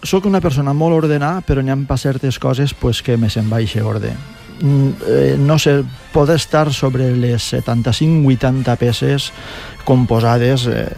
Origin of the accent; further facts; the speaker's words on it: Albaida, Valencian Community, Spain; jo soc d'Albaida